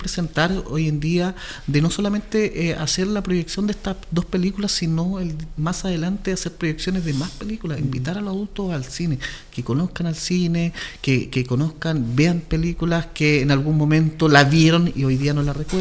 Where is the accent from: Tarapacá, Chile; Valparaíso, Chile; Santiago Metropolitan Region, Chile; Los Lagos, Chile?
Los Lagos, Chile; Osorno; No, yo soy osornino.